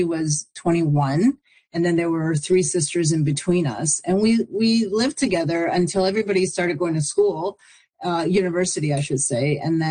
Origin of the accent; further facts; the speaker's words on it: Canada; my growing up in, you know, Canada, and then being like sort of parachuted back into my hometown felt very jarring.